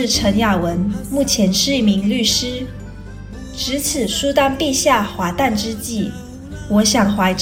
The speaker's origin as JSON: {"language": "Chinese", "country": "Brunei", "tie": "born or raised there", "said": "身为土生土长的文莱人，我很幸运能够在这片和平安宁的土地上成长。因为国家的栽培与给予的机会，我曾远赴英国完成学业"}